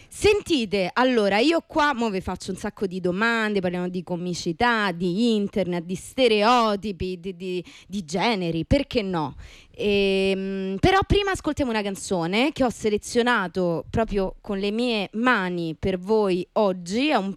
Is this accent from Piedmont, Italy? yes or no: no; Rome, Lazio, Italy; Anche in dialetto, perché noi siamo de Roma